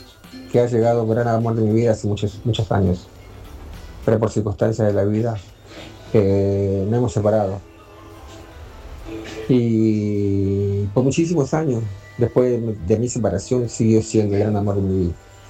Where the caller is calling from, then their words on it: San Martín, Argentina; de San Martín.